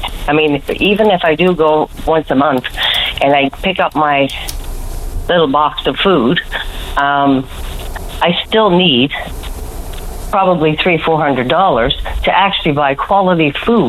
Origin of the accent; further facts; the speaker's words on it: Newfoundland and Labrador, Canada; I'm not from St. John's. I moved here in May 2025, okay, from another area or whatnot.